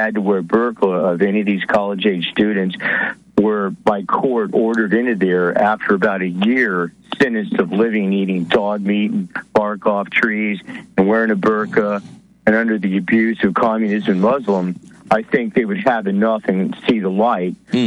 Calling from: Tampa, Florida, United States; from Tampa Bay.

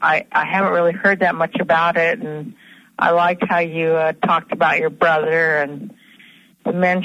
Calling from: Oregon, United States; I'm calling from Oregon. I'm 59 years old

